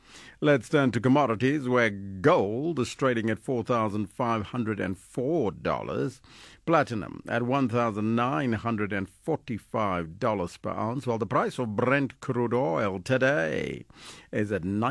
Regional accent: Kimberley, Northern Cape, South Africa; says John in Roodepan there in my hometown, Kimberley.

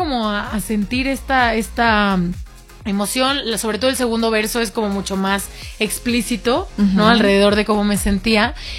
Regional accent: Guadalajara, Jalisco, Mexico; moved away as an adult; also born or lived in Spain; now in Mexico City, Mexico; mi familia está en Guadalajara, yo soy de Guadalajara, entonces la mayor parte de mi familia está en Guadalajara

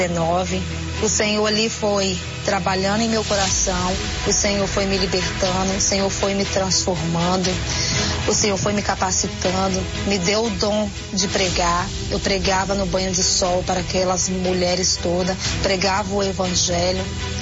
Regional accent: Vitória, Espírito Santo, Brazil; sou de Vitória.

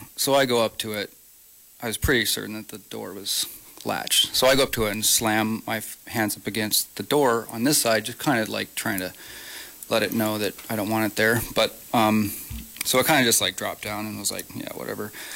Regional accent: Kodiak, Alaska, United States; born or raised there; moved away

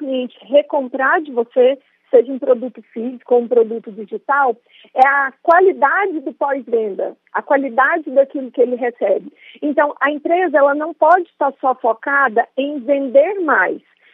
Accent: Goiás, Brazil; eu sou de Goiás

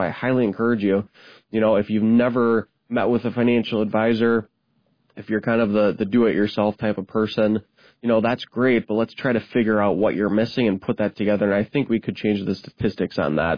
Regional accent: Midwest, United States; growing up in the Midwest here my whole life

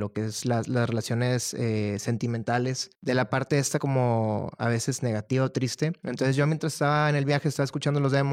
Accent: Guadalupe, Nuevo León, Mexico; Del municipio de Guadalupe. Criado, nacido ahí.

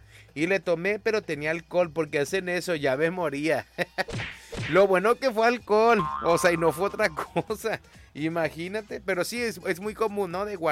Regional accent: Mexico; como buen mexicano sabemos que las salsas tienen que picar.

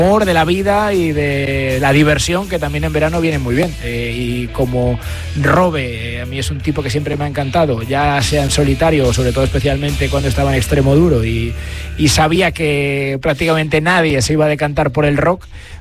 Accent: Espirdo, Castile and León, Spain; va a tener también parada en Segovia, en mi pueblo, se llama Espierdo, que es maravilloso.

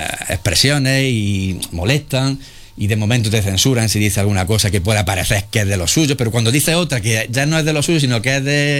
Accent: Úbeda, Andalusia, Spain; yo de pequeño te puedo decir que desde que era pequeño he visto eso en la sociedad ubetense más, he visto esa transversalidad.

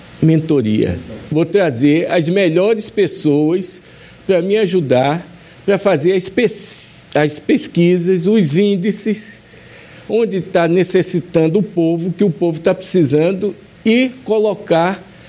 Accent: Alagoas, Brazil; Eu quero trazer para nós, alagoanos, uma mudança.

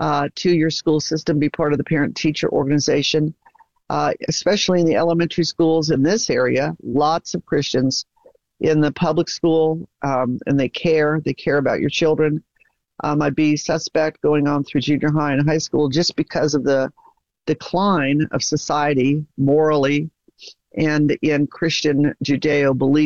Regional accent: United States; we Americans

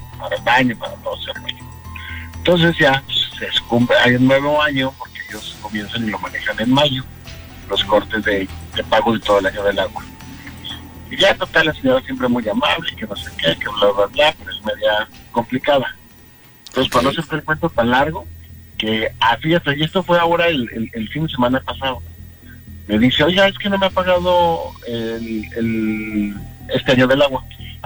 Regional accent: Torreón, Coahuila, Mexico; Sí, de Torreón, mi rey.

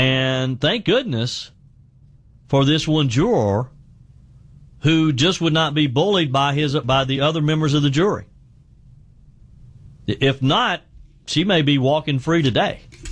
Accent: South Carolina, United States; Let's start with Randy, who is in my home state of South Carolina.

